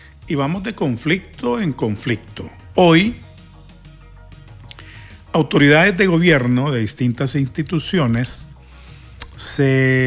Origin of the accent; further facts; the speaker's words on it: Honduras; me preocupa como hondureño, y también como periodista